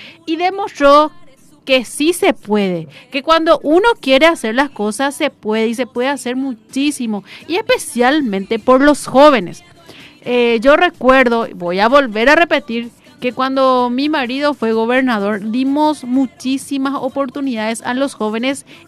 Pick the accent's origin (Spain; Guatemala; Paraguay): Paraguay; soy orgullosa de ser paraguaya. Métale en guaraní.